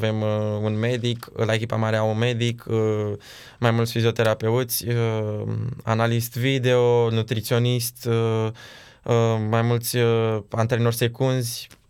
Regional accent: Romania; sunt și român

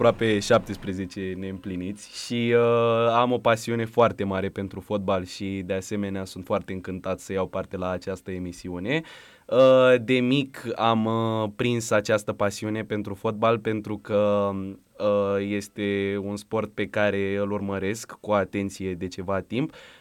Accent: Bucharest, Romania; sunt din București

